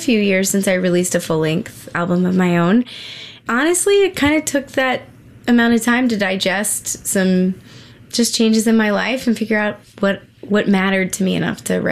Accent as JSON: {"language": "English", "region": "North Carolina", "country": "United States", "tie": "born or raised there", "moved": "yes", "lives_now": "Colorado, United States", "said": "western North Carolina, where I'm a North Carolinian. That's where I grew up."}